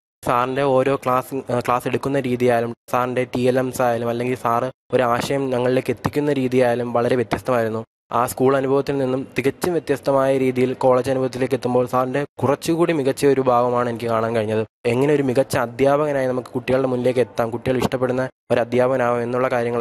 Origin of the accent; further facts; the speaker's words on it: Anchal, Kerala, India; കൊല്ലം അഞ്ചലാണ് എന്റെ സ്വദേശം.